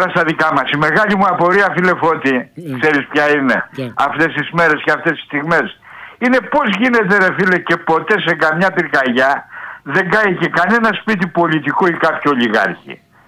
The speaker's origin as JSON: {"language": "Greek", "town": "Platamonas", "region": "Central Macedonia", "country": "Greece", "said": "από τον Πλαταμόνα, φίλε, τι κάνει."}